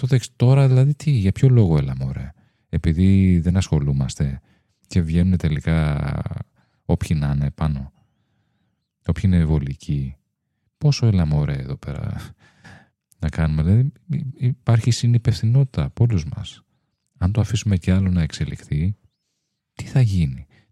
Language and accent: Greek; Greece